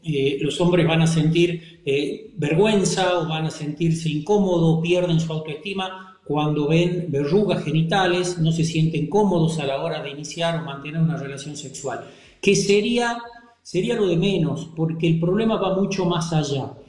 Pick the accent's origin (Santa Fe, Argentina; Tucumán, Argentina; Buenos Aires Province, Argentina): Tucumán, Argentina; sobre todo acá en el norte de la República Argentina, por ahí. Me traicionó un poquito la tonada, soy de Tucumán.